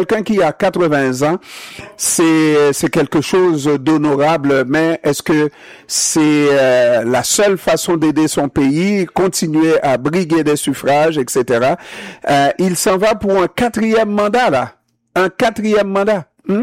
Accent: Haiti; also born or lived in Canada; je n'ai rien à dire, je suis haïtien-canadien

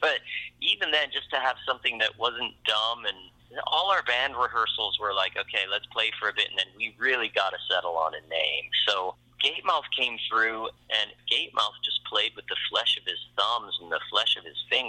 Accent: Saskatchewan, Canada; And, you know, growing up in Saskatchewan during the long, cold winters

